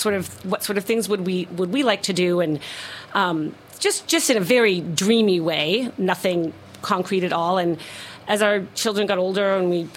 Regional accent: Portland, Oregon, United States; we are from Portland, Oregon

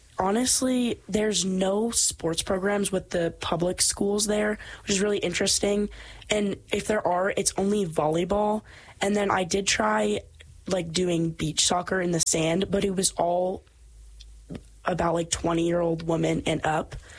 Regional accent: Vermont, United States; I grew up playing soccer in Vermont at first, which is kind of crazy.

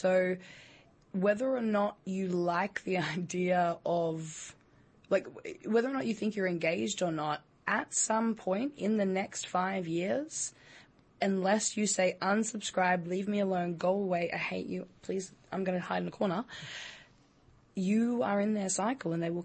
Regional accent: Australia; now in United States; I don't know if you've pegged the accent, but not from here.

